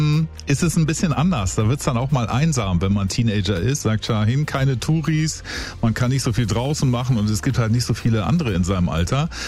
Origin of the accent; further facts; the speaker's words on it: Lower Saxony, Germany; Ich bin ja in Gotzhorn groß geworden, so mit 6000 Menschen im Ort